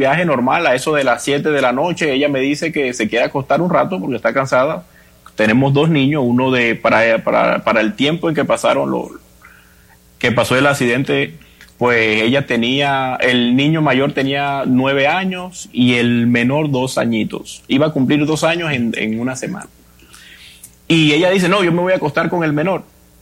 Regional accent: La Guajira, Colombia; De la Guajira colombiana.

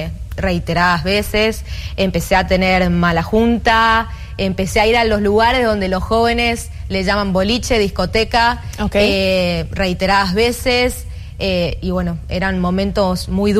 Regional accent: Santa Fe, Argentina; born there; yo soy de Argentina, soy de una provincia que se llama Santa Fe, nací allá. Y bueno, tengo 28 años actualmente.

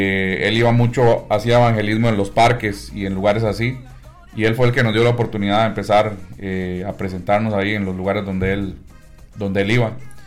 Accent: Puerto Jiménez, Puntarenas, Costa Rica; en el lugar donde yo crecí, en Puerto Jiménez

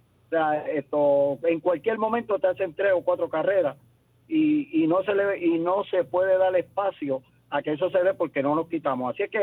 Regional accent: Comerío, Puerto Rico; del barrio donde yo me crié, en La Plata

